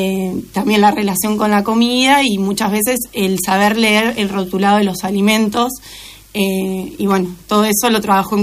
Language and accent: Spanish; Lobos, Buenos Aires Province, Argentina; born there; moved away as an adult; now in Bolívar, Argentina; No, soy nacida en Lobos, pero uh-huh, bueno, me fui a estudiar a Capital y me quedé viviendo allá.